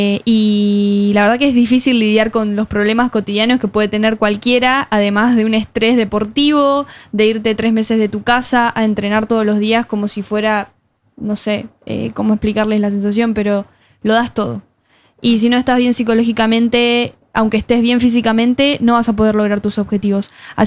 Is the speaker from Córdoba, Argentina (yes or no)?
no; Luján, Buenos Aires Province, Argentina; que es de mi pueblo, es de Luján